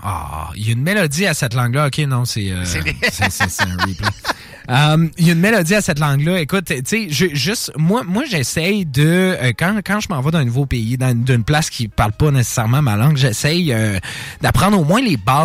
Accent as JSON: {"language": "French", "town": "Charlesbourg", "region": "Quebec", "country": "Canada", "tie": "born or raised there"}